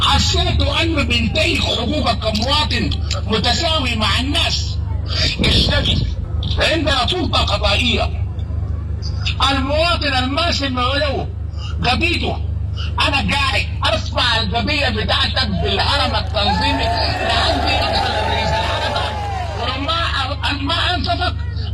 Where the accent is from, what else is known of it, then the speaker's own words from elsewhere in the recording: Sudan; كلنا كسودانيين